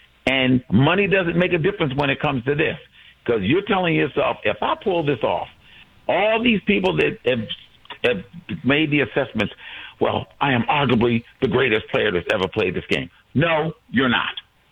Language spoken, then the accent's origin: English; Philadelphia, Pennsylvania, United States; To Philadelphia? That's my hometown. And I was a Celtic fan living in Philadelphia, Rich.